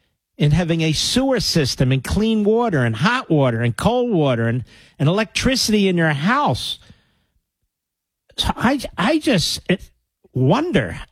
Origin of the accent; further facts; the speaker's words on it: Pennsylvania, United States; Yeah, I'm from Montgomery.